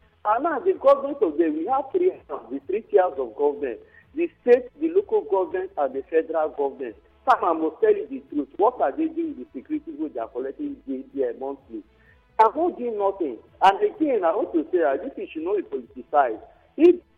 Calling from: Nasarawa, Nigeria; I'm calling from Bujuma City, Nasarawa Local Government.

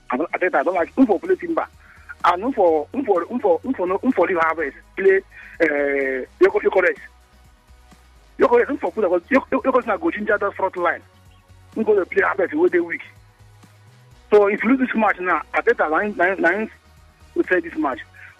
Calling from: Nigeria; from Obibu.

